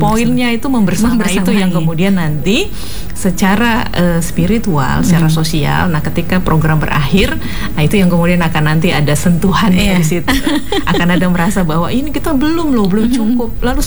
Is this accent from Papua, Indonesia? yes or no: yes; Papua, Indonesia; kampung-kampung kami di pelosok negeri Papua